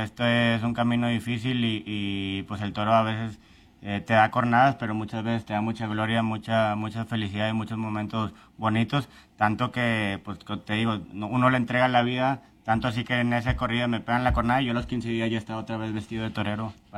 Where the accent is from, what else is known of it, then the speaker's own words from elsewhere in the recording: Monterrey, Nuevo León, Mexico; moved away; ahora regresar a mi tierra me hace demasiada ilusión.